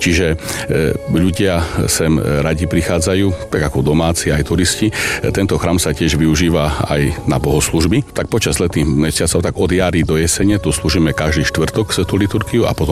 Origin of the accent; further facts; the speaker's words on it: Zemplínska Teplica, Košice Region, Slovakia; now in Ladomirová, Slovakia; Pochádzam z Dolného Zemplína, z obce Zemplínska Teplica. Rusínsky jazyk mi nie je cudzí, ale keď môžeme, tak môžeme po slovensky.